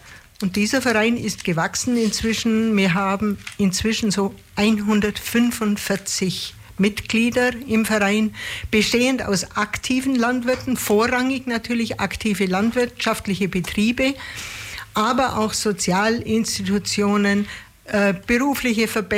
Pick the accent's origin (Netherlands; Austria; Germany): Germany; Türkheim, Bavaria; born there; Der ist genau in der Gemeinde Türkheim im Ortsteil Irsingen, einer kleinen Gemeinde, wo ich geboren bin.